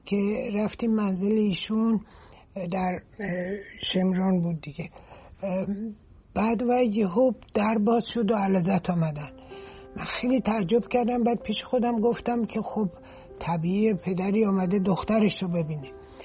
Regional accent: Iran; یه دفعه یک کسی پرسید شما از کجا هستین، من که گفتم ما ایرانی هستیم، اینجوری کرد گفت کنی برز، یعنی آدم خور

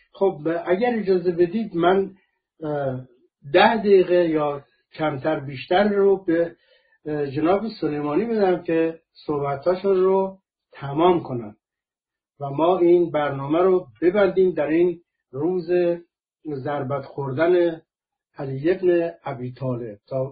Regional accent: Iran; من شخصا سیلی شخصی خوردم به عنوان یک ایرانی

